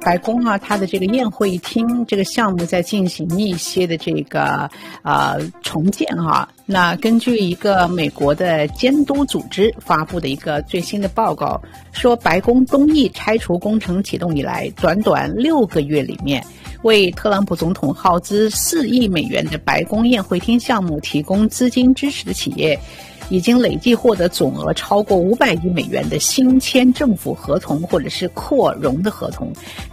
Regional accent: China; 因为那个是我们中国人常说的嘛

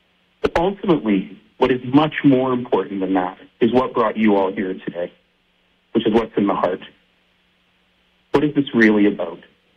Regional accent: Canada; born there; Like Ferris, I was born in Canada. I'm not an immigrant. But just barely.

